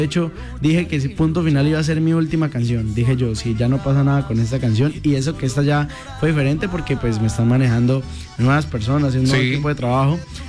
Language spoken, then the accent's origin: Spanish; Caquetá, Colombia; venimos ya aquí del Caquetá, como te digo, ya son 2 añitos luchando por ese sueño de la música popular. Y bueno, no, a seguir trabajando, dejar el nombre del Caquetá siempre en alto.